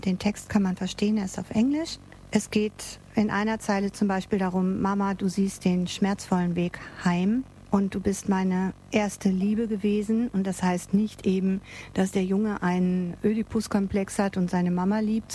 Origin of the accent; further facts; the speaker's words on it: Germany; Ich bin selber Deutsche und ich muss das bei mir und in meinem Umfeld ein wenig so feststellen.